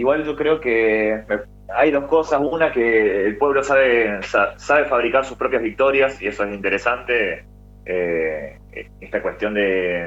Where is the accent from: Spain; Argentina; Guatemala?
Argentina; somos todos argentinos